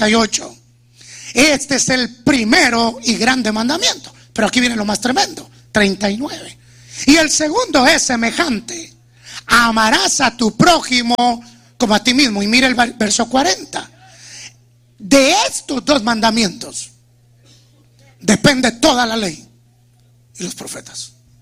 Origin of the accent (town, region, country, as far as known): Guatemala